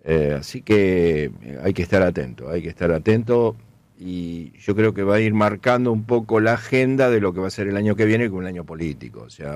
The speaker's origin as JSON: {"language": "Spanish", "town": "Acebal", "region": "Santa Fe", "country": "Argentina", "said": "Nosotros bueno, somos de Acebala"}